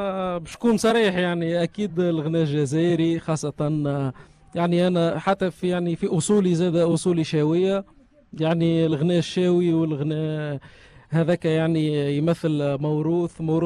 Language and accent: Arabic; Béja, Tunisia; انا يعني تربيت وكبرت في باجا، اون بليس كو سا يعني اصولي شاويه في حد ذاتها.